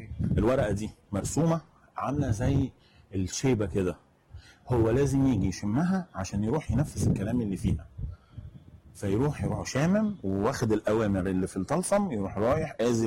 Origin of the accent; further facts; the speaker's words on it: Egypt; احنا مصريين